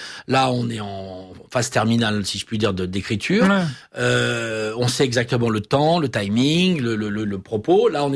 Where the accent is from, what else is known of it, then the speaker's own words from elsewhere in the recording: Paris, Île-de-France, France; Je suis parisien, je suis français, je suis européen.